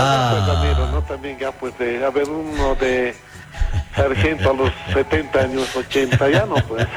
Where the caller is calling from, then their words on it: Bolivia; nuestro querido, bendecido país, la República de Bolivia